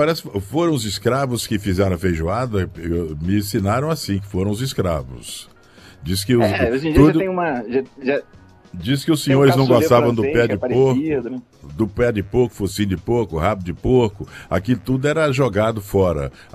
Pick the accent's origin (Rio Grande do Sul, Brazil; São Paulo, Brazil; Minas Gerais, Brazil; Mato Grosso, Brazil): Minas Gerais, Brazil; moved away; eu sou lá do interior de Minas